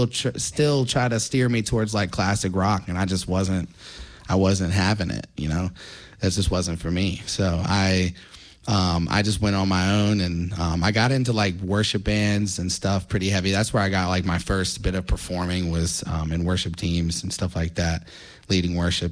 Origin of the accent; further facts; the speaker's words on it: Huddleston, Virginia, United States; also born or lived in Sacramento, California; I was raised in Huddleston, Virginia, right around Smith Mountain Lake. I was raised on a farm